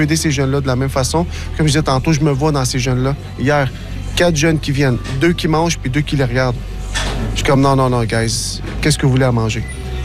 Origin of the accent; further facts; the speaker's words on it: Verdun, Quebec, Canada; Dans Verdun, j'ai grandi dans Verdun. Je connais les difficultés que que les verres du noir ou que les jeunes y ont eu